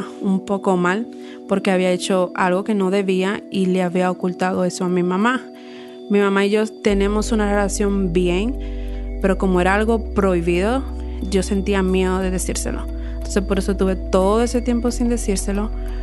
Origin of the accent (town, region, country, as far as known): Dominican Republic